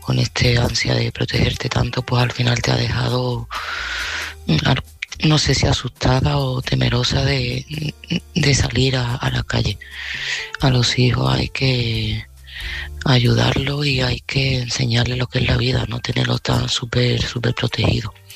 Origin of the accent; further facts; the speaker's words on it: Seville, Andalusia, Spain; de Sevilla y este mensaje va para Ana.